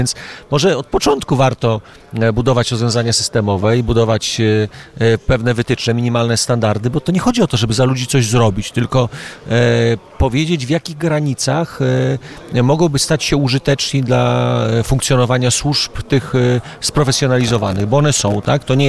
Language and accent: Polish; Suwałki, Podlaskie Voivodeship, Poland; jestem z Suwałk